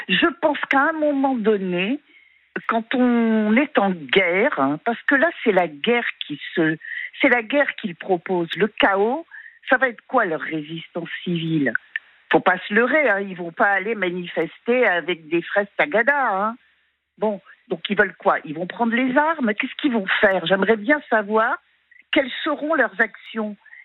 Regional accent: France; Je suis française, je vis en France, j'assume et je fais ce que je veux.

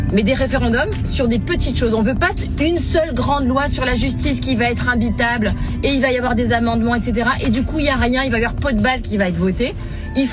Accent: France; Moi, je suis française. Je suis très fière d'être française.

